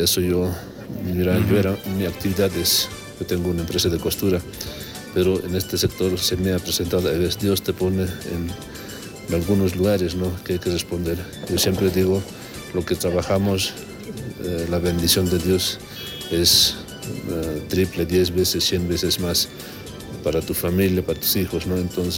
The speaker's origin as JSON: {"language": "Spanish", "region": "Oruro", "country": "Bolivia", "said": "Soy orureño"}